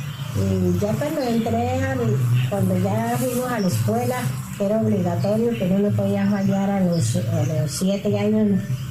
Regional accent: Boyacá, Colombia; born there; now in Saravena, Colombia; de mi pueblo aquí, de mi pueblo que es en Boyacá, nos mudamos para Saravena.

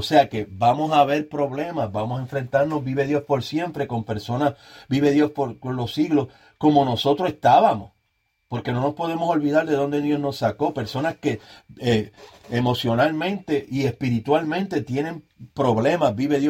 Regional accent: Puerto Rico; O sea que no es porque yo soy puertorriqueño, voy solamente a los míos

